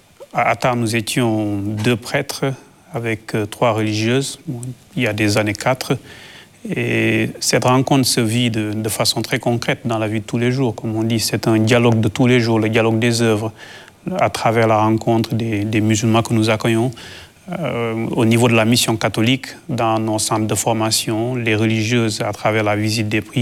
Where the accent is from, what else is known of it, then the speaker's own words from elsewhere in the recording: Senegal; Mais nous sommes convaincus, en tant que Sénégalais